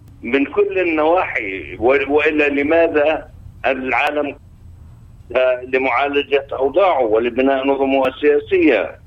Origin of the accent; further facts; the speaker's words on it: Palestine; ونحن قبل العالم كفلسطينيين نحتاج إلى ذلك